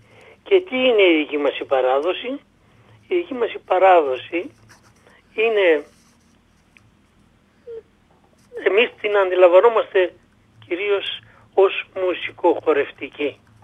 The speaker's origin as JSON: {"language": "Greek", "country": "Greece", "said": "επειδή συμβαίνει να είμαι Έλληνας"}